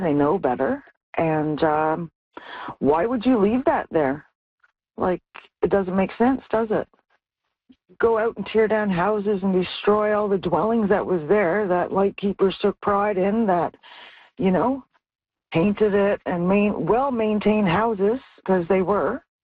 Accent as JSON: {"language": "English", "town": "Belle Isle", "region": "Newfoundland and Labrador", "country": "Canada", "tie": "born or raised there", "said": "When I was a little girl, we used to get the helicopter, would land in Cape Norman on the helicopter pad, and we'd all load up all of our belongings."}